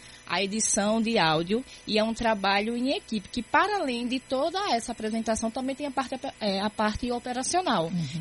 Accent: Recife, Pernambuco, Brazil; now in Cabo de Santo Agostinho, Brazil; É, sabe que sou da Bomba do Metério.

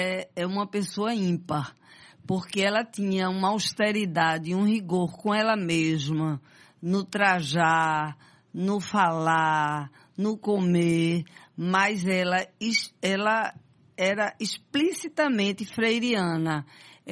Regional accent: Recife, Pernambuco, Brazil; Eu nasci em Recife e morava em Casa Forte.

